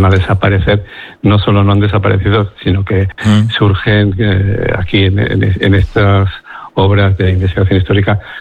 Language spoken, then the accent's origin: Spanish; Bilbao, Basque Country, Spain; born or raised there; also born or lived in Mexico